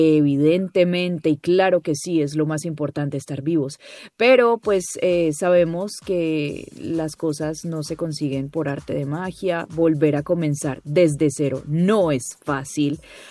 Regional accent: Cali, Valle del Cauca, Colombia; born there; qué orgullo y qué emoción haber nacido en esta ciudad, un sitio tan lleno de gente espectacular y con un corazón enorme.

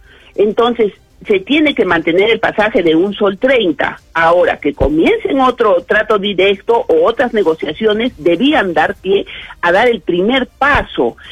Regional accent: Arequipa, Peru; nosotros somos arequipeños

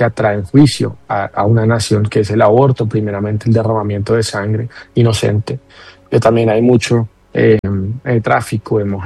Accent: Colombia

